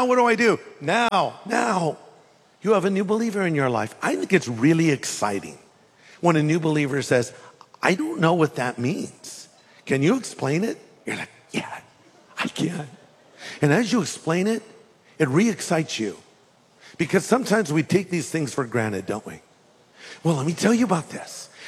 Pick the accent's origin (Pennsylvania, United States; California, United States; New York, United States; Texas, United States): California, United States; I'm not. I'm from California.